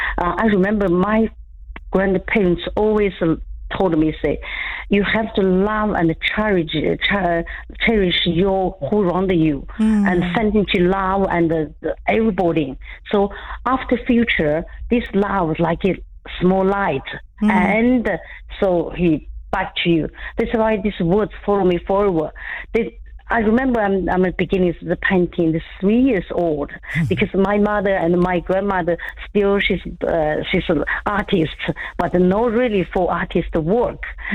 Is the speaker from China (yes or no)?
yes; northern China, China; I'm from North China, grown up in a huge grassland, and grown up like a horseback.